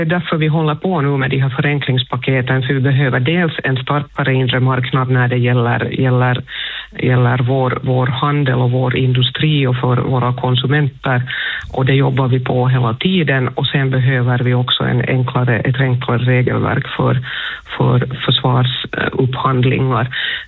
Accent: Finland; vi är två finländare

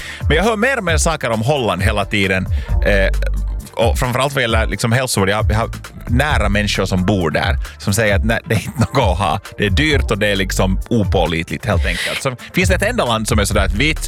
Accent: Finland; Det är nog lite sådär hjärtkärande som den finländare man är.

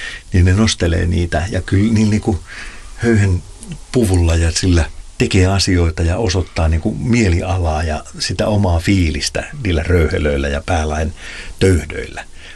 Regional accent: Pori, Satakunta, Finland; Mä muistan 80-luvulla, niin kun mä olen Porista kotoisin, niin siellä oli vielä suokukkoja soittimia, niitä pesi siellä rantaniityllä.

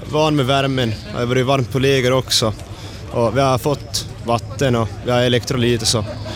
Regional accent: Vörå, Ostrobothnia, Finland; Jag är från Vörå.

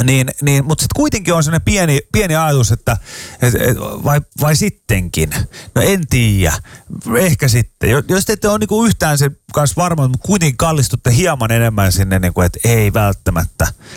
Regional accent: Pori, Satakunta, Finland; Mä oon Porista, joten sen takia ei.

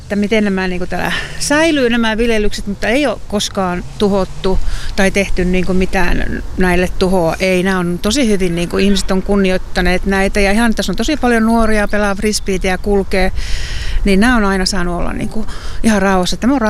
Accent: Ivalo, Lapland, Finland; moved away; mähän olen Lapista kotoisin, Ivalosta, ja edesmennyt isäni on poromies ollut, metsäsaamelainen

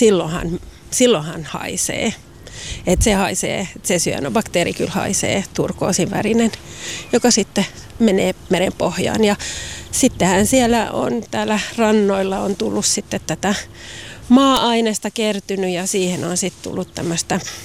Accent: Southwest Finland, Finland; born there; moved away; also born or lived in Turku; mä oon kyllä syntyjään ihan täältä. Toki näin päivänvallon Turussa, mutta äitikin on syntyjään täällä, täältä, tai oli.

